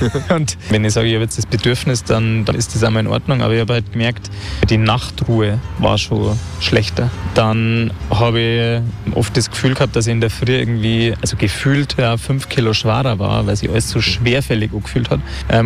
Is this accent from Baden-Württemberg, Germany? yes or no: no; Bad Tölz, Bavaria, Germany; Ist natürlich auch bei uns in Bad Tölz historisch wahrscheinlich auch bedingt. Ich war das erste Mal, glaube ich, mit 5 Jahren im Eishockey.